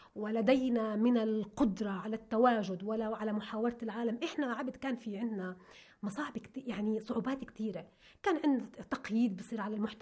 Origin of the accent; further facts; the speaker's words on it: Palestine; إحنا اليوم صرنا كشعب فلسطين شعب منقسم.